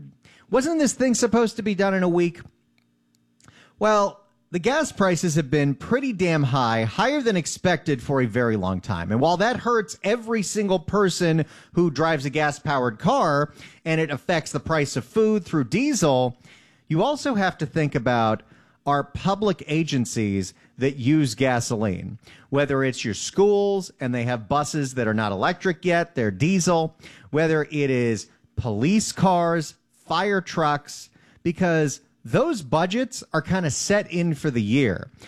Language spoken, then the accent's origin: English; Los Angeles, California, United States; Maybe it's because I'm jaded and I'm born and raised in Los Angeles. I don't get a lot of our tourist attractions compared to other cities.